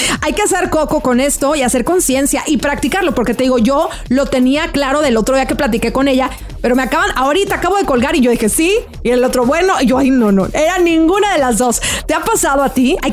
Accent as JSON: {"language": "Spanish", "country": "Mexico", "said": "A ver, como buen latino mexicano, siempre decimos bueno, o tal vez dices sí, ¿no?"}